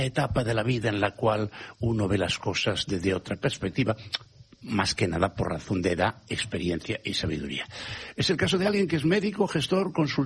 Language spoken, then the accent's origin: Spanish; Galicia, Spain; A mi tierra maravillosa. Ahora no se llama Galicia, Ignacio, se llama California.